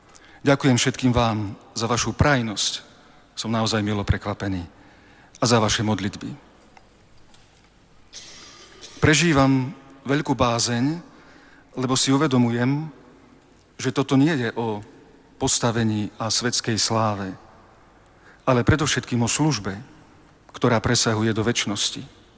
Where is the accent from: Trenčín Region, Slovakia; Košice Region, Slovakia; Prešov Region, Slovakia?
Košice Region, Slovakia; Košice; Narodil som sa v Košiciach. Tu som prežil väčšinu svojho